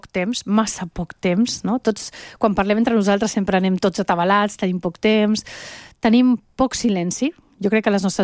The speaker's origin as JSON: {"language": "Catalan", "country": "Venezuela"}